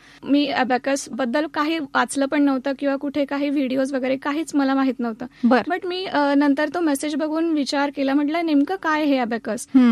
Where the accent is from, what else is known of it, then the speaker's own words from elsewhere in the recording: Chalisgaon, Maharashtra, India; now in Nashik, India; मी मूळची, म्हणजे माझं माहेर चाळीसगावचं.